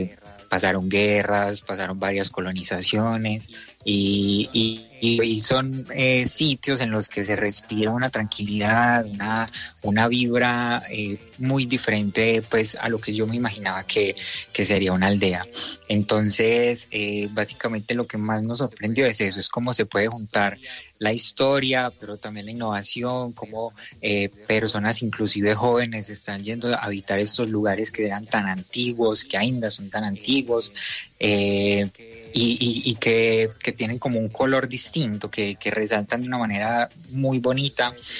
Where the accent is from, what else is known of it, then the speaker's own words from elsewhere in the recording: Santa Bárbara, Antioquia, Colombia; yo pues en la calidad de director, que soy de Santa Bárbara, Antioquia, y Luis Cuadros, que es de Bello. Éramos tres paisas recorriendo los territorios de Portugal